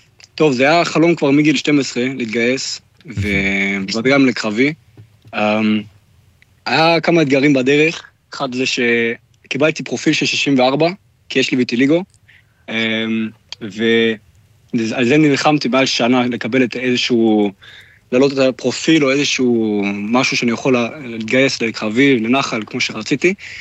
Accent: Germany; Hebrew is a second language; moved away as an adult; now in Israel; גדלתי בגרמניה, בנוחות ולהיות לא בטוח בגרמניה, אז כן, וגם זה אחד, ושתיים, גדלתי בבית ציוני מאוד

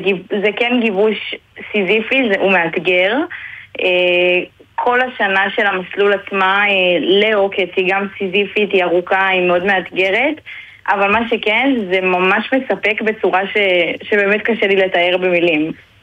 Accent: Ashkelon, Southern District, Israel; moved away as an adult; now in Tel Aviv, Israel; אני בת 23, אני במקור מאשקלון, היום אני גרה בתל אביב.

